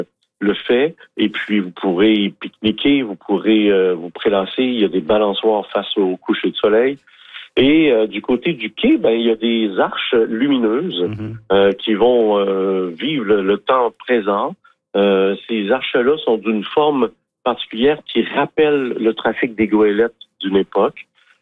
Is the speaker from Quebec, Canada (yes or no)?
yes; Quebec, Canada; Moi, mon histoire de scène, moi, je viens du comté de Portneuf.